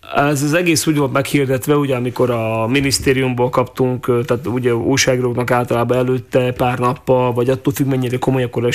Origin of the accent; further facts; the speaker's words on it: Čierna, Košice Region, Slovakia; Bodrog közben onnan származom, tehát ahol anyumék élnek Ágcsernőben